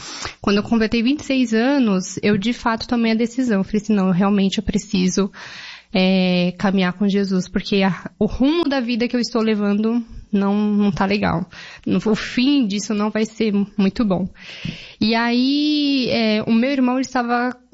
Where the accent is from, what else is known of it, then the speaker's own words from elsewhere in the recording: São Paulo, Brazil; eu sou paulistana, né, nascida e criada em São Paulo.